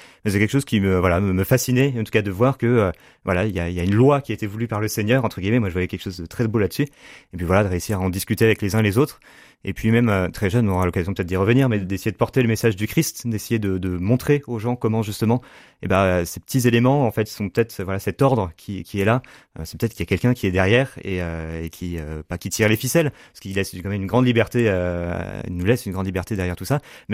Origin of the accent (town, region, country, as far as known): Le Mans, Pays de la Loire, France; born or raised there